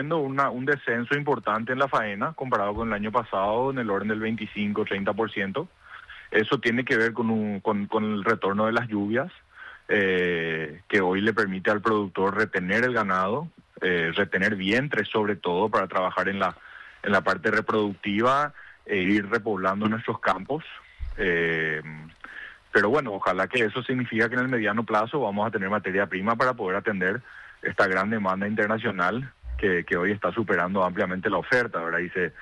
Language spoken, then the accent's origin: Spanish; Paraguay